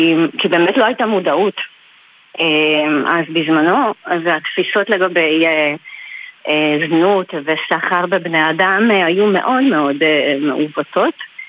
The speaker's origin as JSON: {"language": "Hebrew", "country": "Hungary", "moved": "as an adult", "lives_now": "Israel", "said": "מהונגריה, נכון."}